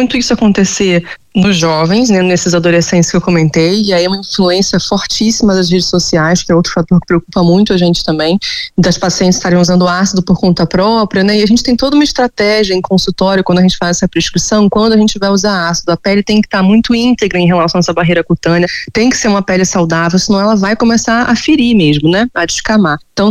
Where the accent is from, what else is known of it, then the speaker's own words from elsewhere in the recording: Rio de Janeiro, Brazil; Eu sou do Rio